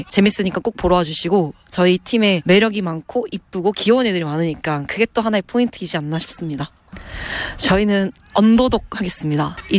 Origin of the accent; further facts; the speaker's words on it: Mokpo, South Jeolla, South Korea; 제가 목포 출신이어서